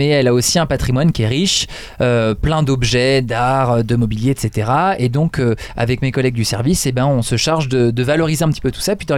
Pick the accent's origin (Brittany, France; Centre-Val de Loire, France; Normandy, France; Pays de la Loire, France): Brittany, France; now in Domfront, France